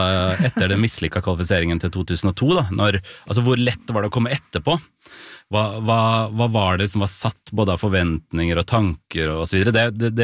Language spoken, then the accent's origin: Norwegian; Fredrikstad, Østfold, Norway; Jeg kommer jo fra Fredrikstad, så jeg er jo litt sånn, har en litt skjevhet her også.